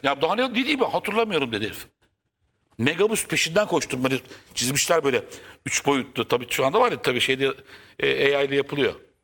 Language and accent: Turkish; Istanbul, Turkey; Ben İstanbulluyum ha. Doğma büyüme İstanbulluyum. Kötü bir de İstanbullu. Şişliyim ben.